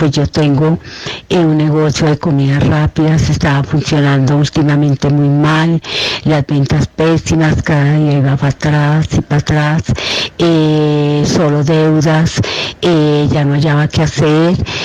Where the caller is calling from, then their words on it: Tunja, Boyacá, Colombia; estoy llamando de Tunja, Boyacá.